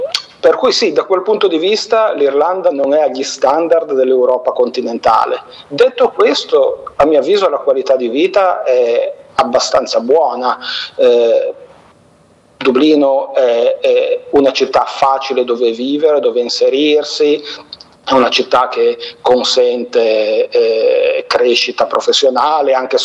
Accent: Savignone, Liguria, Italy; moved away as an adult; also born or lived in Genoa; dei posti dove sono cresciuto, quindi la Valle Scrivia, Savignone, il mio paese, ma anche la stessa città di Genova.

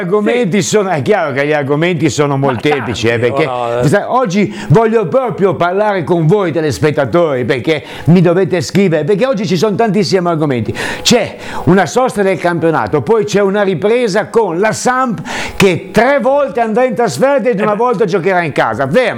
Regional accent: Parma, Emilia-Romagna, Italy; born there; Io che sono nato a Parma lo conosco bene.

